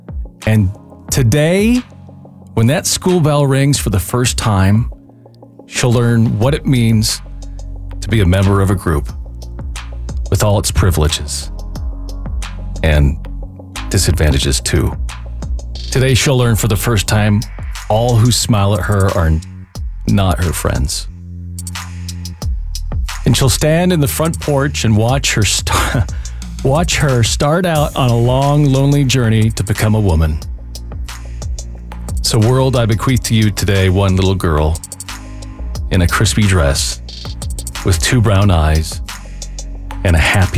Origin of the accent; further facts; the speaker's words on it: Seattle, Washington, United States; Man, I grew up in Seattle and school didn't start till much later.